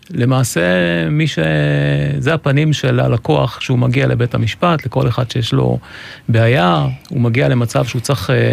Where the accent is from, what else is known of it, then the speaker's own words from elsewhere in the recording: Haifa District, Israel; אני מושבניק, נולדתי במושב צרופה, בן להורים חקלאים, סבא וסבתא שלי היו ממייסדי המושב, משני הצדדים.